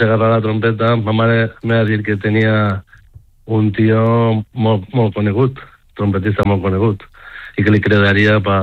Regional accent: L'Alcúdia, Valencian Community, Spain; I jo soc de l'Alcúdia.

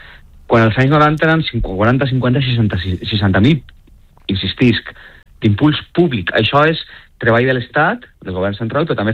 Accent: Valencia, Valencian Community, Spain; com jo soc del Cabanyal, conec molt bé el cas del Cabanyal, perquè és el barri del que soc jo no visc allí ja, però he viscut allà, no?

